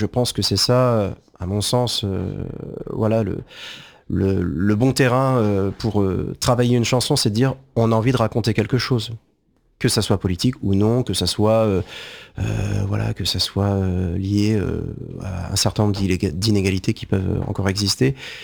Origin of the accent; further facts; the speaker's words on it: Grand Est, France; je suis alsacien